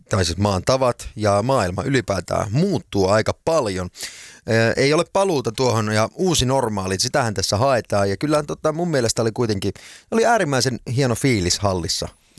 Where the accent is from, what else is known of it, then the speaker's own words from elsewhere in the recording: Savonia, Finland; Minä olen savolainen